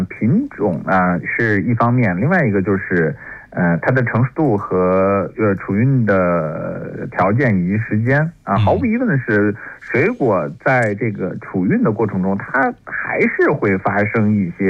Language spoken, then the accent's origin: Chinese; China; 我们中国人